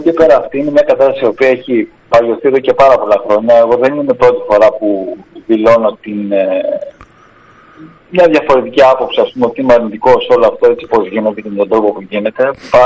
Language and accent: Greek; Zakynthos, Ionian Islands, Greece; νιώθω ξένος στον τόπο μου